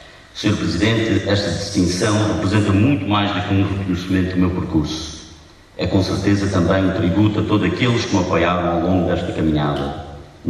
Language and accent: Portuguese; Veiros, Portugal; moved away; à minha terra natal, por terem ajudado a tornar-me o homem que sou hoje.